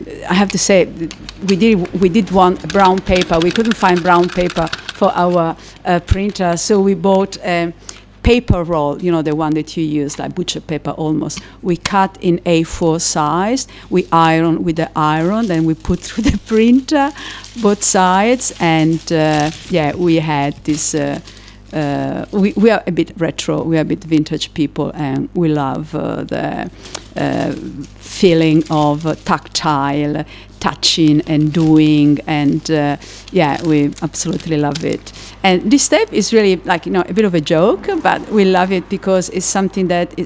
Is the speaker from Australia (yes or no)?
no; Cagliari, Sardinia, Italy; now in St Leonards, United Kingdom; I come from Cagliari, which is a city that is placed between the sea and three lagoons.